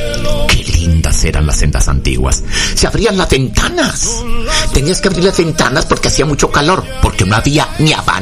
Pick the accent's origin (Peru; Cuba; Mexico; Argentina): Mexico; Valle Hermoso, Tamaulipas; Le estoy hablando de donde yo vengo, de Vallehermoso, Tamaulipas, el centro granero tamaulipeco.